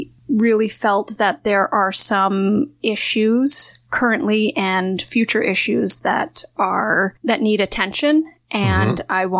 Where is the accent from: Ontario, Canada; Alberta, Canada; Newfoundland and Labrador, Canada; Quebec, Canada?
Ontario, Canada; London; now in Wellington North, Canada; I do come from outside the municipality. I grew up in London. I went to school in Kitchener, and I don't have the allegiances of Mount Forest versus Arthur that I have seen when I first moved here.